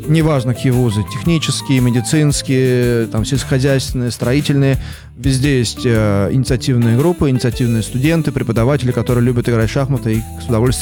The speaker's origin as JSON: {"language": "Russian", "country": "Russia", "said": "Я мастер из России, приезжаю в вашу страну"}